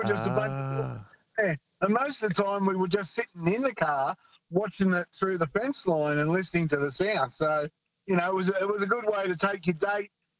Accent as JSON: {"language": "English", "town": "Sydney", "region": "New South Wales", "country": "Australia", "tie": "born or raised there", "lives_now": "Coomera, Australia", "said": "Oh, mate, when I was a kid growing up in Sydney in the 70s and the 80s, that was the best time for us all together"}